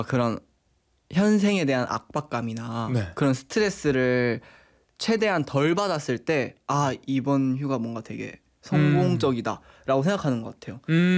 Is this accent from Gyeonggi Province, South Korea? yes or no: no; Yeongdeok, North Gyeongsang, South Korea; 저는 고향이 영덕이에요.